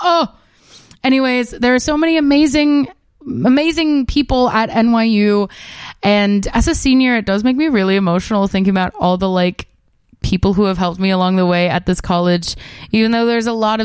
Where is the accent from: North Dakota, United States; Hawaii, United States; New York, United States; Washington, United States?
Hawaii, United States; I am Native Hawaiian